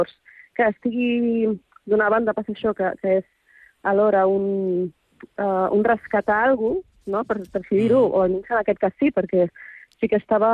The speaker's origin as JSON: {"language": "Catalan", "region": "Balearic Islands", "country": "Spain"}